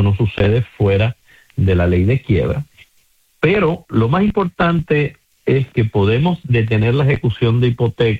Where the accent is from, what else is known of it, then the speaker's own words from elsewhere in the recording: San Juan, Puerto Rico; Unas personas de CUPEI, de donde soy yo.